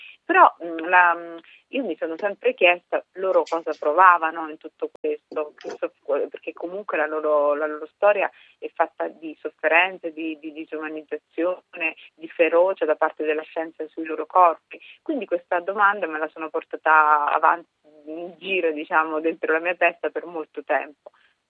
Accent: Brescia, Lombardy, Italy; Il mio primo fumetto era sulla strage di Piazza Loggia, perché io sono bresciana e quindi è una cosa che abbiamo sentito molto.

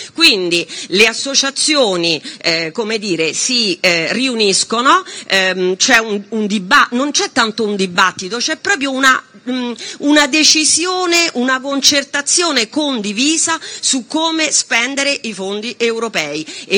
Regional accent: Rome, Lazio, Italy; io sono di Roma, quindi non parlerò mai male di Roma, perché Roma è Roma, per me rimane caput mundi, quindi io amo la mia città, mi sento profondamente romana

